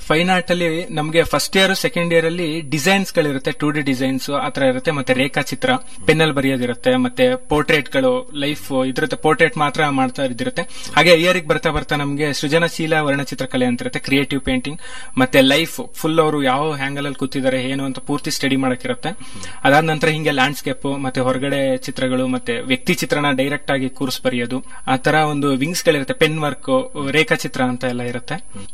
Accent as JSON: {"language": "Kannada", "town": "Holehonnur", "region": "Karnataka", "country": "India", "tie": "born or raised there", "said": "ನಂದು ಹುಟ್ಟೂರು ಬಂದು ಹೊಳೆಹೊನ್ನಪುರ."}